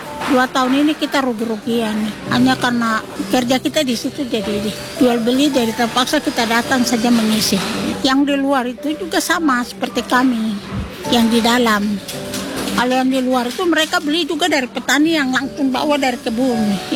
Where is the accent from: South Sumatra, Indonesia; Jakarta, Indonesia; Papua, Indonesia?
Papua, Indonesia; Yang penting kita orang Papua yang beli-beli itu sama rugi. Karena kita standar harga di pasar Wamangku ini tidak merata.